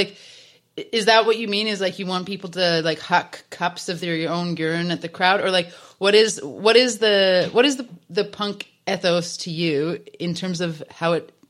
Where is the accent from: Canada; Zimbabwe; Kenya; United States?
Canada; Alberta; now in Penticton, Canada; I grew up in Alberta